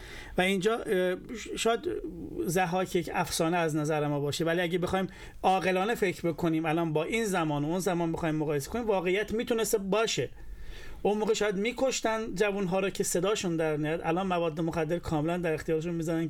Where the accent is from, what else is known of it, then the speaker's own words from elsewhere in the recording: Iran; البته هنوز هم افتخار میکنیم که ایرانی هستیم،